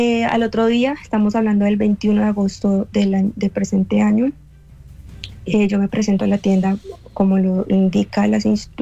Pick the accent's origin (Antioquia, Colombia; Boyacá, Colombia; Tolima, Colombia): Tolima, Colombia; Ibagué; moved away; como vengo de Tierra Caliente, yo soy del Tolima, Ibagué. Ibagué, Tolima.